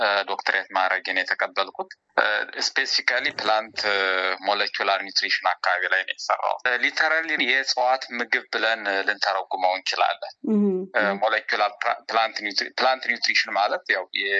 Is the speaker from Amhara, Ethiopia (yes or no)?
yes; Amhara, Ethiopia; የተወለድኩት ደቡብ ጎንደር ውስጥ እናት ወረዳ ውስጥ አባብቂላ ከምትባል ትንሽዬ ቀበሌ ነው። ትንሽዬ መንደር ነው።